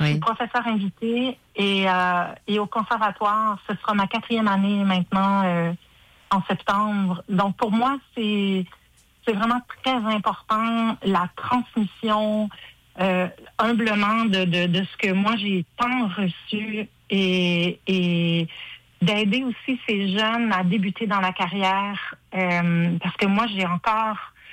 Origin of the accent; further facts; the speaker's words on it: Quebec, Canada; moi, je suis toujours restée dans mon patelin sur la rive sud de Québec.